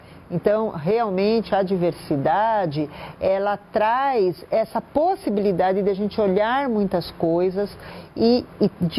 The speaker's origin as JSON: {"language": "Portuguese", "country": "Brazil"}